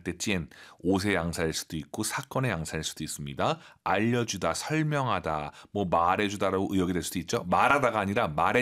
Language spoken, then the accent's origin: Korean; South Korea; 우리 한국 사람 입장에서는요